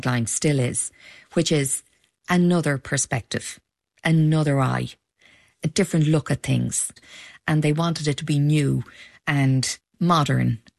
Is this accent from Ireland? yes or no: yes; Dublin, Leinster, Ireland; I was coming from Dublin with learned Irish. I was not a native speaker.